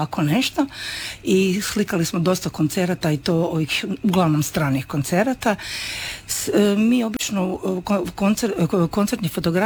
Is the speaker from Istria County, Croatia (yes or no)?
no; Zagreb, City of Zagreb, Croatia; mi smo iz Zagreba